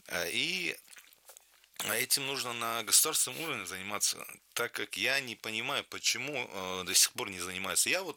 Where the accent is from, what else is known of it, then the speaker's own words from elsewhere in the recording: Dagestan, Russia; Потому что я аварец, русский националист.